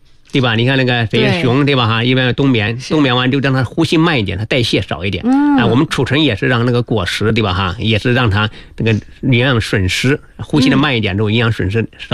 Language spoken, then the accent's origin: Chinese; Hubei, China; moved away; 因为我老家是湖北的，我们湖北就种的这种山药